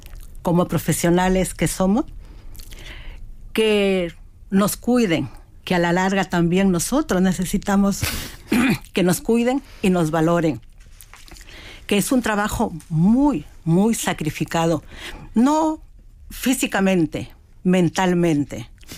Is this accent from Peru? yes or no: yes; Peru; now in Spain; Soy de Perú.